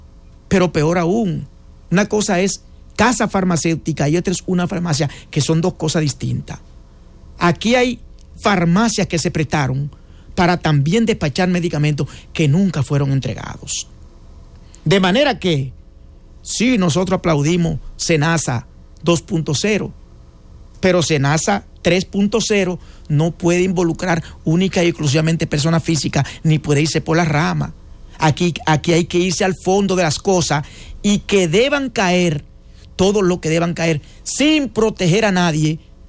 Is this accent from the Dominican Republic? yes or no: yes; Dominican Republic